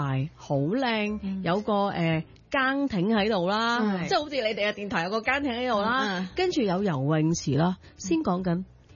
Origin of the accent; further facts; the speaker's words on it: Hong Kong; 我成日永遠答係香港。真係嘅，因為土生土長一個地方。